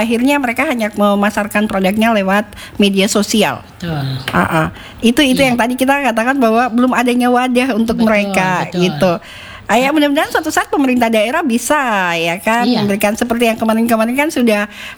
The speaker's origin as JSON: {"language": "Indonesian", "town": "Waisai", "region": "Southwest Papua", "country": "Indonesia", "said": "Apalagi kopi hasil racikan sendiri itu enak sekali ya, saya dari Waisa itu ya."}